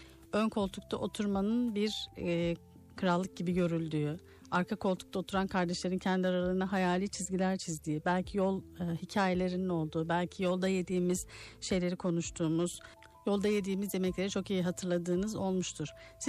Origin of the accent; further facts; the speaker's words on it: Erzurum, Turkey; Çünkü biz Erzurum'da büyüdük